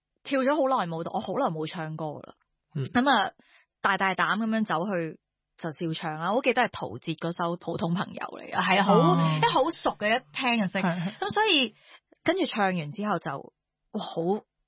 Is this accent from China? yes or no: no; Canada; now in Hong Kong; 其实我细个喺加拿大嘅时候係歌唱比赛出身啦，然之后已经喺本地嘅一啲电视台做主持。